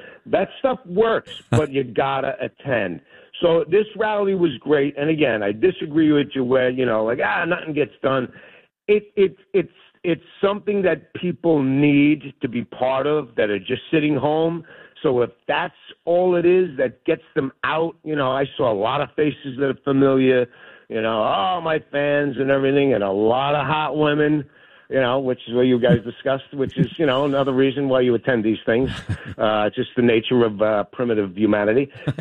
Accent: New York, United States; Yeah, of course, I'm a New Yorker. I'm a New York fan.

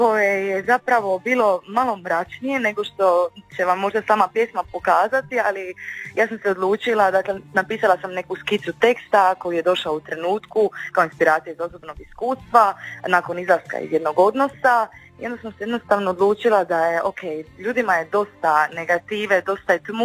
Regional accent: Split, Split-Dalmatia County, Croatia; moved away as an adult; now in Zagreb, Croatia; dolazim iz Splita.

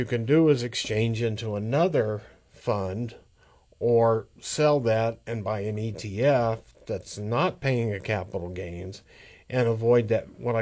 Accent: Woodway, United States; I'm from Woodway

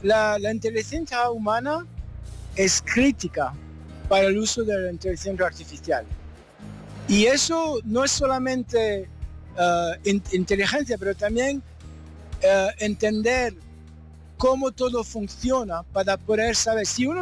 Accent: France; Spanish is a second language; Soy francés de padres españoles

